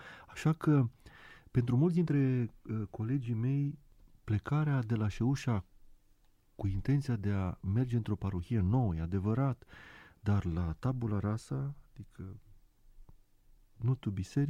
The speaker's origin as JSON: {"language": "Romanian", "town": "Sebeș", "region": "Alba County", "country": "Romania", "tie": "born or raised there", "said": "Am revenit la Sebeș, în orașul meu natal, și cu gândul că aș putea oferi ceva ca recunoștință celor care m-au format."}